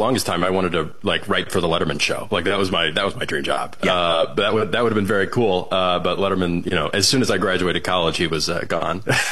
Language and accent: English; Arkansas, United States; now in Montana, United States; I mean, I grew up mostly in the South. I was an Arkansas boy.